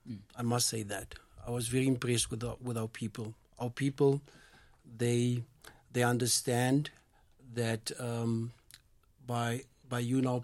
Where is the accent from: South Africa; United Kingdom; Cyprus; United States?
South Africa; Johannesburg, Gauteng; I grew up in Cheswick Flats, opposite the high school in Coronationville, at the flats.